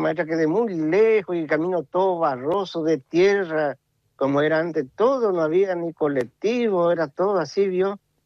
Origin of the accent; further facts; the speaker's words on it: El Dorado, Misiones, Argentina; en la misma casa donde yo nací, hice toda mi infancia hasta los 17 años, ponerle, ¿cierto? Hasta que hice toda mi primaria. Yo nací en un lugar, porque acá era todo por kilómetro. Yo nací en el kilómetro 14.